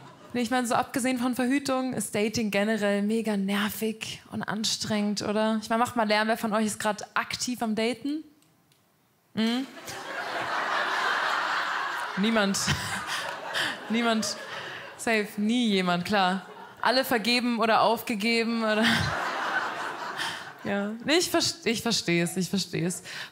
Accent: Munich, Bavaria, Germany; ich komme aus München. Ich mag München sehr gerne, aber in München haben wir schon auch manchmal komische Menschen.

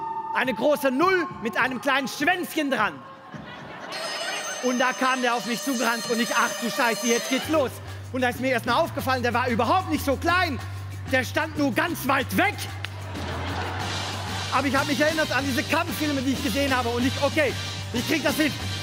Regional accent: Brussels, Brussels-Capital Region, Belgium; moved away; Ich komme ja ursprünglich aus Brüssel, um ganz genau zu sein, Brüssel.

